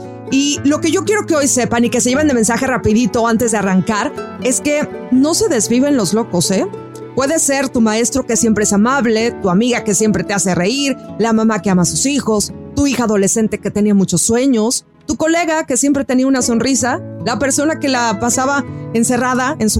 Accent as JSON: {"language": "Spanish", "town": "Mazatlán", "region": "Sinaloa", "country": "Mexico", "said": "De Sinaloa para el mundo, acá andamos. … Mazatlán. Yo soy mazatleca, oigan."}